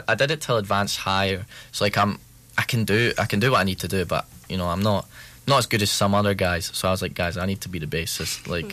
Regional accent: Livingston, Scotland, United Kingdom; now in Aberdeen, United Kingdom; I'm the bassist. I'm from Livingston, down in the Central Belt, away from Aberdeen, so away from home, sadly.

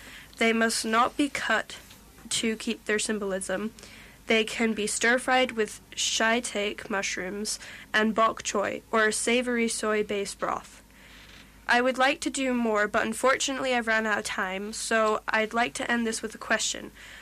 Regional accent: Scotland, United Kingdom; Since I am Scottish

